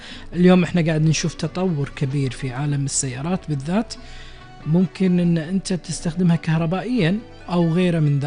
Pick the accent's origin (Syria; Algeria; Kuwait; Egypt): Kuwait